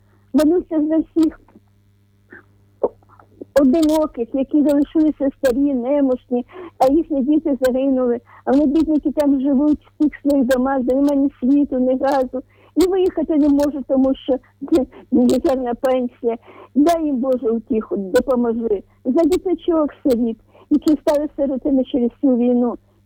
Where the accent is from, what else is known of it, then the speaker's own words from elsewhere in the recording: Zaporizhzhia Oblast, Ukraine; південь України, моє рідне Запоріжжя.